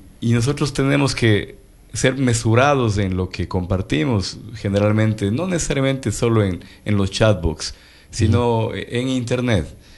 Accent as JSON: {"language": "Spanish", "country": "Ecuador", "said": "nosotros como latinoamericanos, o tal vez hablando de nuestro país en Ecuador"}